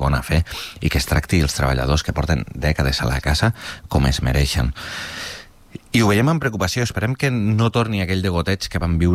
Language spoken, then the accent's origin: Catalan; Catalonia, Spain; now in Molins de Rei, Spain; al costat del meu poble de tota la vida, a Biosca, a Torà